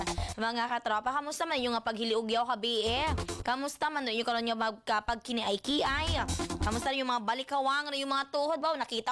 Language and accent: Tagalog; New Busuanga, Mimaropa, Philippines; Ay, sa mga nagakota na di karon, yes, taga New Busuang ako, pero ito kami sa mga yung kabihasnan.